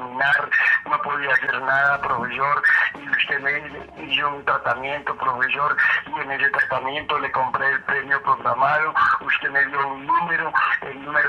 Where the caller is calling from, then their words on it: La Capilla, Boyacá, Colombia; Aquí, de la Capilla Boyacá, profesor.